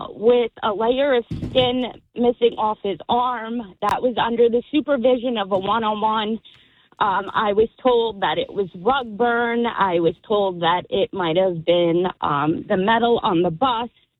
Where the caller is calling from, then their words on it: Manalapan, New Jersey, United States; We're in Manalapan.